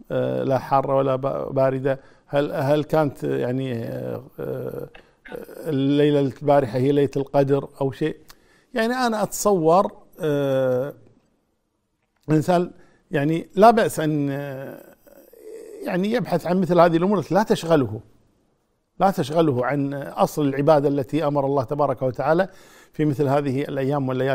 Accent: Kuwait; إذا وأظن الحمد لله عندنا في الكويت يعني الوزارة يعني مهيئة لهذا، وزارة الأوقاف مهيئة لهذا الأمر

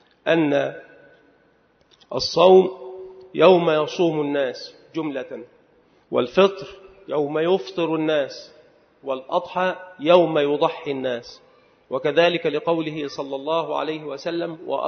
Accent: Egypt

